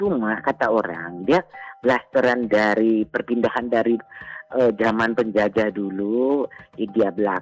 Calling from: North Sumatra, Indonesia; kita kan suku Batak

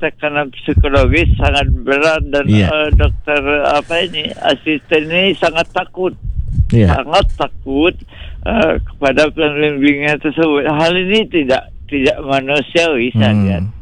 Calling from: Padang, West Sumatra, Indonesia; di kota saya itu di Padang ya.

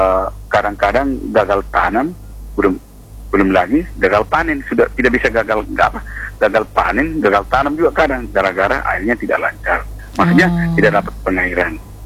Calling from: Pinrang, South Sulawesi, Indonesia; Masih di sini nih, di Lembang Pinrang, Sulawesi Selatan.

